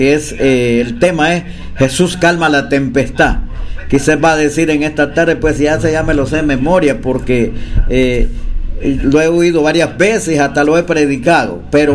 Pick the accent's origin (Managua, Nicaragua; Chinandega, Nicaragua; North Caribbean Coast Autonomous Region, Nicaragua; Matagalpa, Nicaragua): Matagalpa, Nicaragua; moved away as an adult; now in El Salvador; Somos originarios de Matagalpa, Nicaragua, y estamos en misión acá en República del Salvador.